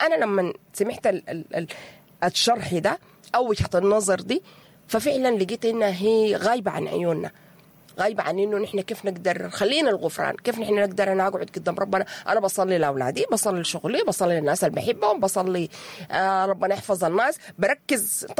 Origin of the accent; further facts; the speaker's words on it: Sudan; ونحن كسودانيين